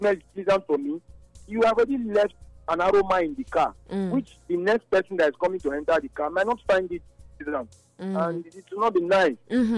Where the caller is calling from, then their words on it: Nigeria; I'm calling you from Oluko.